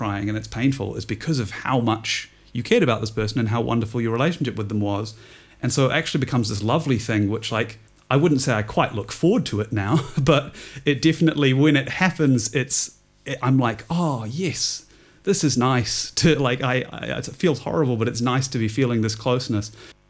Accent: Auckland, New Zealand; also born or lived in Wellington; Like for me, I had lived in Wellington before, and I grew up in Auckland, so I'd lived in a different city

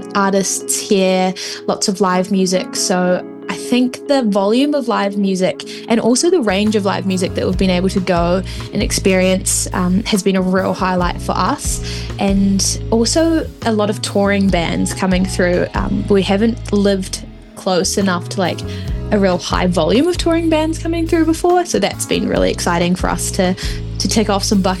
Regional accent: Dunedin, Otago, New Zealand; now in Wellington, New Zealand; we'd studied in Dunedin and I'm from Dunedin, Jakira's from Dunedin, we were so ready for a change.

